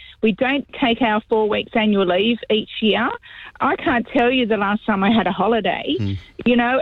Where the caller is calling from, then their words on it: New South Wales, Australia; we're a family business in the Northern Rivers.